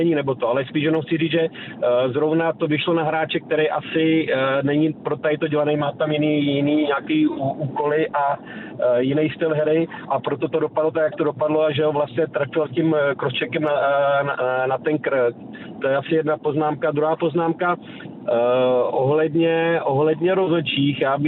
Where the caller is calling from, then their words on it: Pardubice, Pardubice Region, Czechia; Já jako hrdý Pardubák